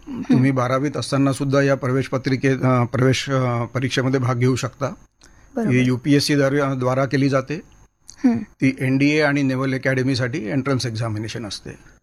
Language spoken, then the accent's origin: Marathi; Nagpur, Maharashtra, India; माझा जन्म आणि शिक्षण नागपुरात झालं आहे.